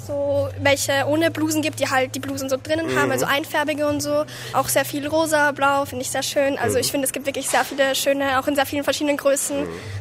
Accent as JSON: {"language": "German", "region": "Lower Austria", "country": "Austria", "tie": "born there", "also_born_or_lived": "Vienna", "said": "Ja, also ich bin in Wien geboren, deswegen, aber ja, sobald ich nach Niederösterreich gezogen bin"}